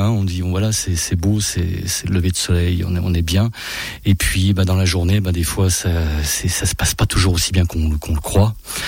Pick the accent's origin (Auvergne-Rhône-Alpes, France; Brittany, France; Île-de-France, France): Auvergne-Rhône-Alpes, France; Pélussin; on est chez nous à Pélu